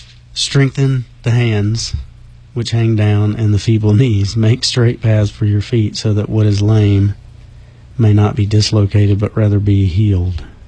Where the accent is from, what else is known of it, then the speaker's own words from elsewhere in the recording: Georgia, United States; We were raised in South Georgia, so you got gumbo swamps and alligators and snakes and all that stuff on, down there on the Ottumwa River.